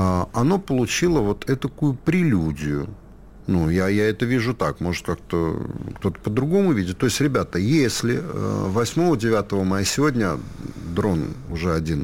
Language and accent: Russian; Riga, Latvia; moved away as an adult; now in Moscow, Russia; когда в 2014 году мы приехали из Риги в Москву